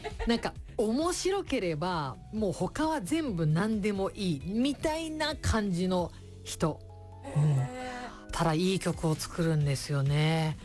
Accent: Saitama, Japan; 私は埼玉県の出身なんですが

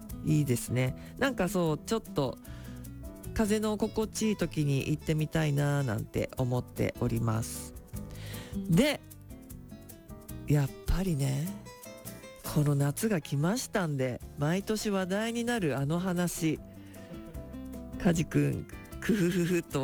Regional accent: Shonan, Kanagawa, Japan; 私ここ地元湘南で

